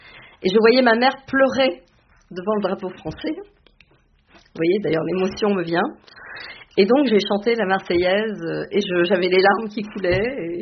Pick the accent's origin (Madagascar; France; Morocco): Morocco; born there; moved away; je suis née au Maroc.